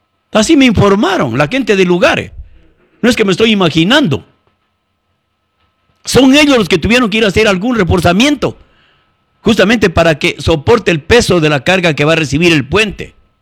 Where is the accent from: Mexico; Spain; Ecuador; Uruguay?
Ecuador; Están ausentes de nuestros principios, de nuestra ética y de nuestra moral como ecuatorianos.